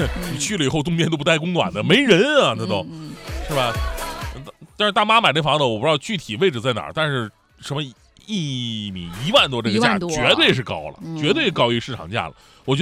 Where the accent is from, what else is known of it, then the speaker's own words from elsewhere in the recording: Longkou, Shandong, China; moved away; 那山东龙口啊，我老家呀，我老家山东龙口